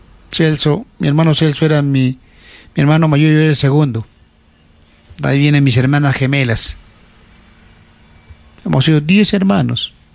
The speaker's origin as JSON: {"language": "Spanish", "area": "Cerro Colorado", "region": "Arequipa", "country": "Peru", "tie": "born there", "said": "de Arequipa, de Uchumayo, Mistito, Cerro Colorado, donde yo nací."}